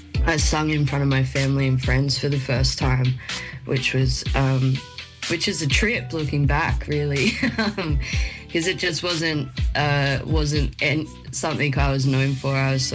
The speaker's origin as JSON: {"language": "English", "town": "Lithgow", "region": "New South Wales", "country": "Australia", "tie": "born there", "said": "No, I was actually born in Lithgow. I was born in the Blue Mountains. I've actually never been back. My mum and dad were young parents, and my dad was a rigger, and so we moved around a lot."}